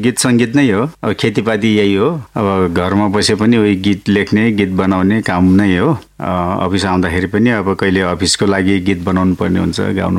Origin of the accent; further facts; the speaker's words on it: Myagdi District, Gandaki Province, Nepal; now in Kathmandu, Nepal; मेरो जन्म चाहिँ म्याग्दी जिल्लाको हालको धौलागिरी गाउँपालिका वडा नम्बर 6 मराङमा भएको हो।